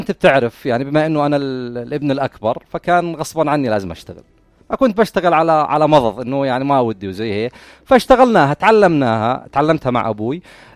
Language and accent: Arabic; Jordan; ولكن في الأردن ما في عندنا قاعدة بيانات أو بصمة وراثية للعسل،